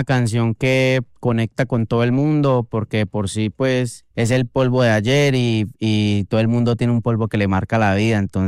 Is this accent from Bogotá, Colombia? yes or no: yes; Bogotá, Colombia; born there; Yo soy nacido en Bogotá, empecé cantando en las calles